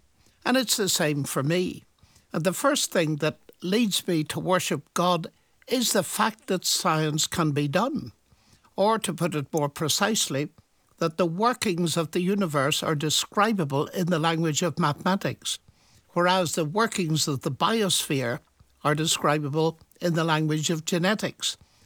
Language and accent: English; Armagh, Northern Ireland, United Kingdom; my hometown, Armagh.